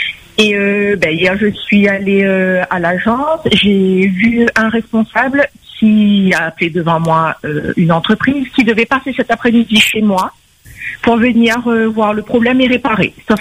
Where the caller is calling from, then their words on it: Saint-Paul, Réunion; Moi je suis de Saint-Paul